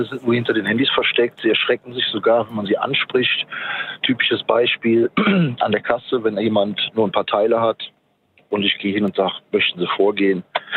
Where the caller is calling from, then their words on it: Germany; Ich komme aus der Eifel.